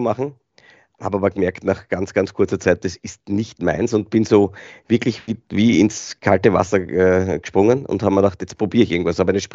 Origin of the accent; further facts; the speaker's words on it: Austria; als Österreicher bist du, das ist natürlich jeder Skifahrer verrückt.